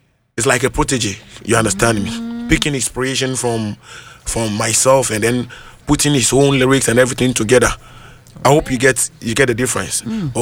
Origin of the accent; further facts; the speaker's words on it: Ghana; because I'm a Ghanaian.